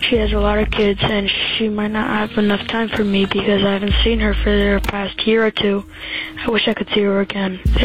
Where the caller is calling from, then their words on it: Tucson, Arizona, United States; Hi, this is … calling from Tucson, Arizona.